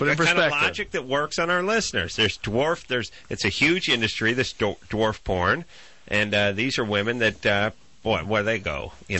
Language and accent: English; Los Angeles, California, United States; I grew up in Los Angeles